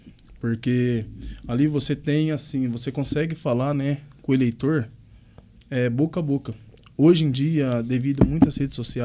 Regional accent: Monte Alto, São Paulo, Brazil; born or raised there; also born or lived in Nova Resende, Minas Gerais

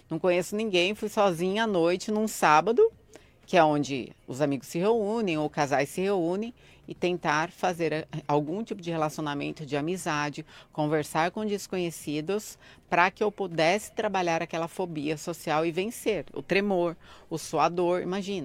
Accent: Guaratinguetá, São Paulo, Brazil; born there

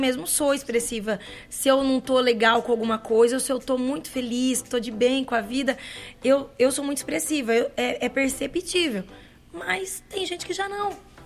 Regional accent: Brazil; Nós somos brasileiros e palmeirenses.

